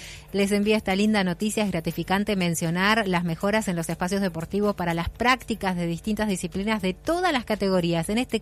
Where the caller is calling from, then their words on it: Balsa Las Perlas, Río Negro, Argentina; Hola, buenos días. Soy de Balsa Las Perlas.